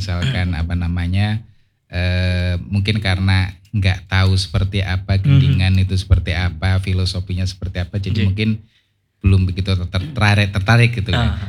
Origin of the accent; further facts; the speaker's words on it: Java, Indonesia; Jati diri kita kan sebagai wong Jawa, sebagai orang Indonesia.